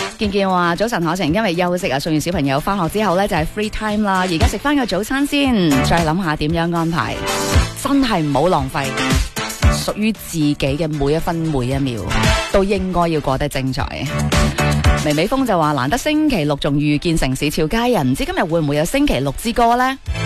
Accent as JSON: {"language": "Cantonese", "region": "Guangdong", "country": "China", "said": "作为广东人"}